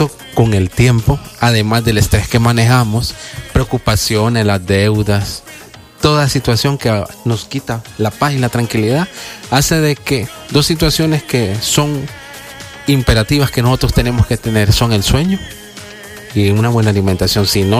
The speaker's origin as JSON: {"language": "Spanish", "country": "El Salvador"}